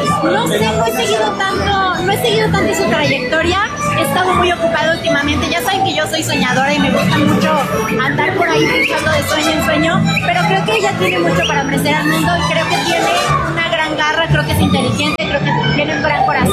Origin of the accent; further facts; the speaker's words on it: Mexico; como mexicanos cuando nos encontramos